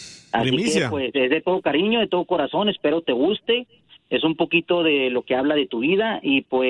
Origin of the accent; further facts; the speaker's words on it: Ciudad Juárez, Chihuahua, Mexico; now in Arizona, United States; soy de Ciudad Juárez, Chihuahua, y pues radico en Arizona.